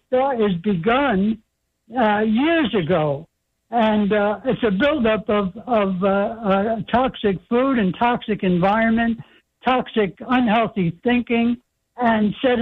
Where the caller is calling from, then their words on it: Tampa, Florida, United States; from Tampa, South Tampa.